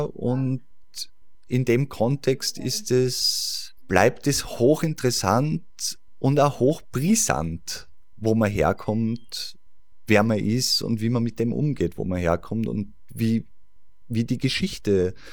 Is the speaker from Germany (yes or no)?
no; Ebensee, Upper Austria, Austria; moved away; Ich bin in Ebensee, das an und für sich schon kein leichtes Pflaster ist, nur mal auf einem Gebiet aufgewachsen, das mit viel, viel Problematiken daherkommt. Ich komme aus der Finkerleiten, wo während der NS-Zeit ein Konzentrationslager war.